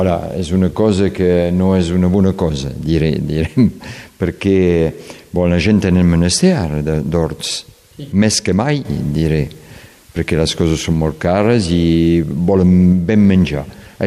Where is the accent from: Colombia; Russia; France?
France; Occitania; Bueno, aquí som país català, Som Conflent en país català i hem posat una bandera.